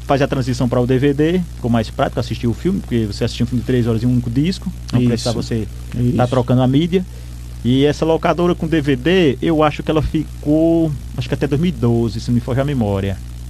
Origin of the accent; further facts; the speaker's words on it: Toritama, Pernambuco, Brazil; born there; Eu nasci no final dos anos 80. No início dos anos 80, no ano que eu nasci, já ainda tinha cinema em Toritama